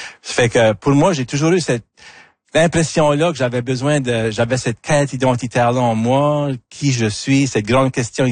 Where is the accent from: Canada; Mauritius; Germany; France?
Canada; Acadia; je viens de l'Acadie, comme ton premier album.